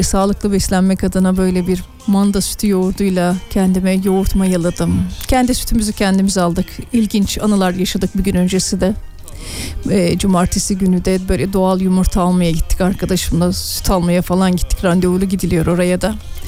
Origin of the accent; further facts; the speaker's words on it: Aegean Region, Turkey; Biz Egeliler sevgili dostlar, ota ot diye bakmıyoruz, yiyecek diye bakıyoruz. Hele ben köyde yetişmiş biri olarak otları, yeşilliği çok seviyorum.